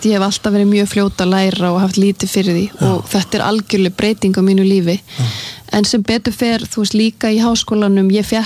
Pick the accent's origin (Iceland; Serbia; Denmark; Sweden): Sweden; ég alinn upp í Svíþjóð alinn upp við að læra tvö tungumálum sama tíma